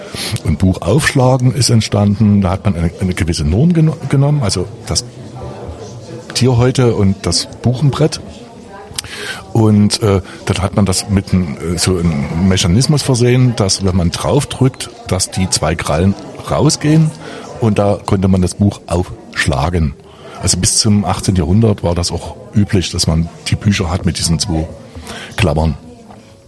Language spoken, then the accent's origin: German; Scotland, United Kingdom